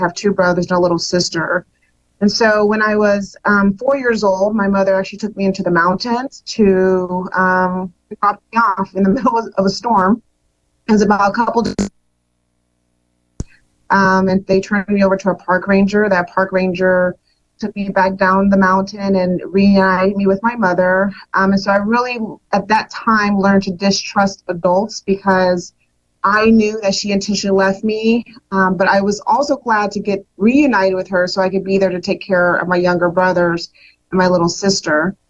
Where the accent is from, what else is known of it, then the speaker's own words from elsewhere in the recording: Colorado, United States; So I grew up in Colorado.